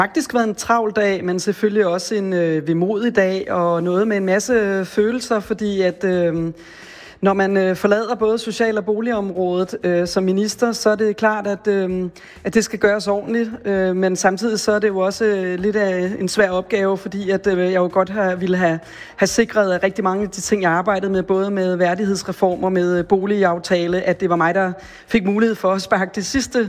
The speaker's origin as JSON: {"language": "Danish", "town": "Copenhagen", "region": "Capital Region", "country": "Denmark", "said": "jeg er jo københavner med stort K, københavnersnude, som nogen sikkert også ville kalde mig."}